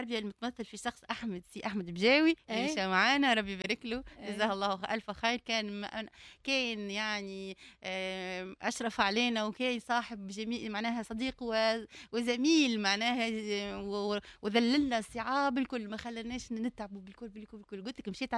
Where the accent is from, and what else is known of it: Tunisia